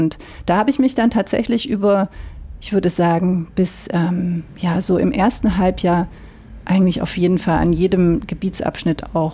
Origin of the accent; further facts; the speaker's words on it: West Germany, Germany; moved away as an adult; now in East Germany; ich bin in Westdeutschland aufgewachsen